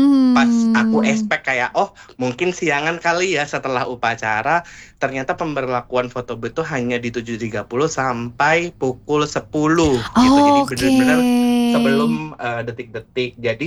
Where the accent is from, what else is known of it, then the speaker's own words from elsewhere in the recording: Java, Indonesia; Kemudian kebetulan karena aku orang Jawa dan aku suka banget pakai beskap karena terlihat elegan.